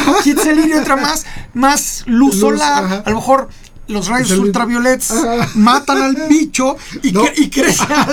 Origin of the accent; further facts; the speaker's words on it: Puebla, Mexico; yo creo que como poblanos